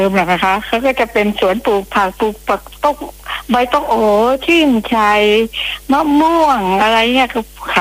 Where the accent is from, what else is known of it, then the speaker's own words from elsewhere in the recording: Chachoengsao, Thailand; accent: Paet Riu; สวัสดีค่ะสำเนียงแปดริ้วค่ะ